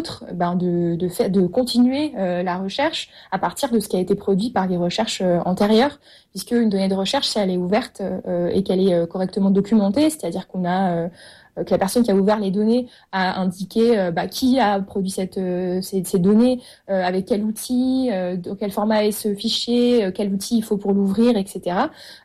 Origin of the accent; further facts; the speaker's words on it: Lyon, Auvergne-Rhône-Alpes, France; Donc, moi, j'étais à Lyon avant. Enfin, je suis lyonnaise d'origine.